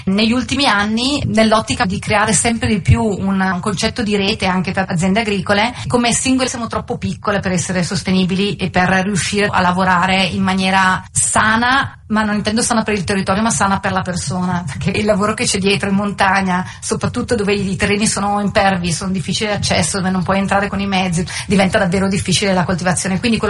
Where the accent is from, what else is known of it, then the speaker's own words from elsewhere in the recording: Ospitaletto, Lombardy, Italy; non sono originaria di qua, sono bresciana, sono di Ospitaletto. Vissuta per tantissimi anni all'estero